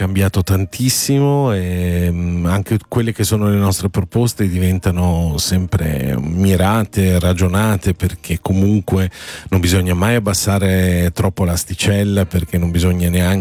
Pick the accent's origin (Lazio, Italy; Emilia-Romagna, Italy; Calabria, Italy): Emilia-Romagna, Italy; Parma; also born or lived in Abruzzo; Io sono abruzzese, ma avevo un anno quando sono venuto a Parma. Io mi sento molto parmigiano.